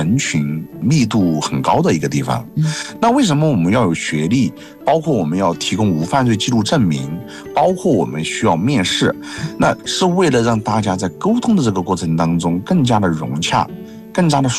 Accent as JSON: {"language": "Chinese", "region": "Sichuan", "country": "China", "moved": "as an adult", "lives_now": "Sanya, China", "said": "当时我是四川的一个小县城过来的，那他是没有太多这种富丽堂皇啊，这种高端五星级没有，完全没见过。"}